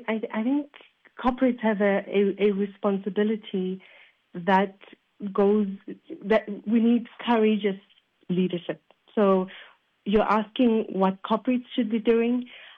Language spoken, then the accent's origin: English; Johannesburg, Gauteng, South Africa; I come from Rockville. I'm a girl from Rockville.